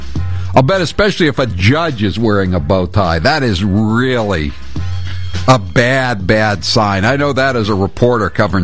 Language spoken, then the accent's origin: English; New England, United States; I come from New England.